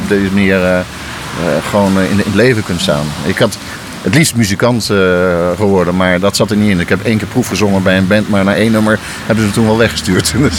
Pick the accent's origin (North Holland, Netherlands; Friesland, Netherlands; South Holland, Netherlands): South Holland, Netherlands; The Hague; Ik ben in Den Haag geboren, ja. En ik heb hier op school gezeten, hier vlakbij. Ik heb hier op de Jacob Mosserstraat... Julaan van Stolberglaan gewoond.